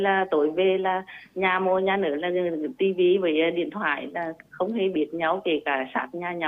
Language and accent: Vietnamese; Môn Sơn, Nghệ An, Vietnam; năm nay tôi 64 tuổi, quê tôi là Môn Sơn